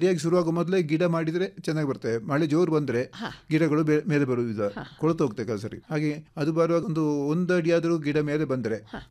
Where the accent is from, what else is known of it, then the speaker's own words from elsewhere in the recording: Puttur, Karnataka, India; moved away as an adult; also born or lived in Chikkamagaluru district; ನಾನು ದಕ್ಷಿಣ ಪುತ್ತೂರಿನವನು. ಹೌದು, ಅಲ್ಲಿ ಕೃಷಿಕರ ನಾವು.